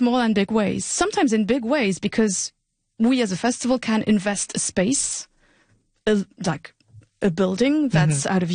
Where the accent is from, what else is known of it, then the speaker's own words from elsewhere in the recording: Luxembourg City, Luxembourg; moved away; I'm from Luxembourg City.